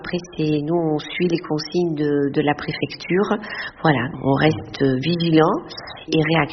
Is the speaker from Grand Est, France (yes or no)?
no; Parentis-en-Born, Nouvelle-Aquitaine, France; Je suis originaire de Parentis. Je n'ai jamais vécu sur ma commune une situation pareille.